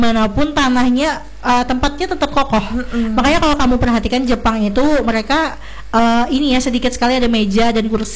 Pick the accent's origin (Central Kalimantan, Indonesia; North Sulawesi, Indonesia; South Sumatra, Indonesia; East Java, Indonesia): Central Kalimantan, Indonesia; Sampit; born or raised there